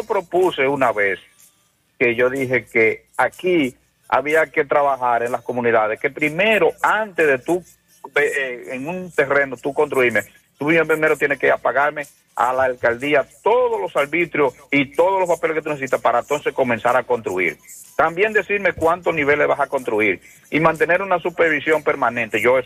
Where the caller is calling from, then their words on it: Moca, Espaillat, Dominican Republic; mi pueblo mocano.